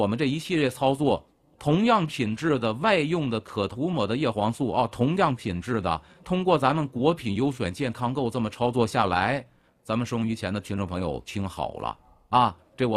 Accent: China; 我说的是让我们中国人用上，是让我们普通老百姓都能用上。

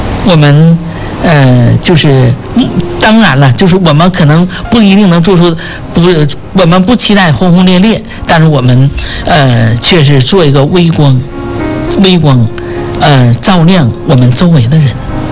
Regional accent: China; 因为我们中国人就是尊师重教

